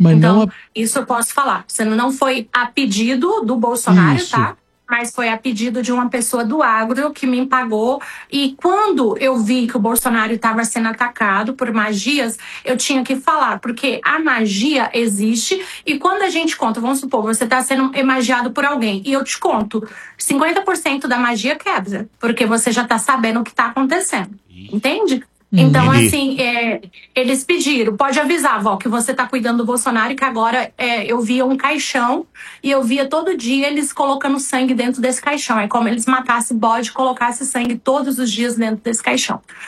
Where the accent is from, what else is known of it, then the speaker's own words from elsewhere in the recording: Brasília, Federal District, Brazil; born there; now in Balneário Camboriú, Brazil; Não, eu nasci em Brasília, tá? Fui morar em Santa Catarina, Balneário Camboriú, tem 14 anos que moro lá